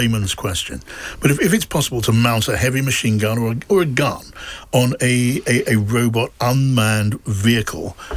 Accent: United Kingdom; We are British after all.

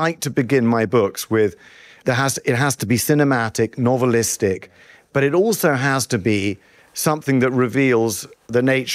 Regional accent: England, United Kingdom; Even though I'm an English historian

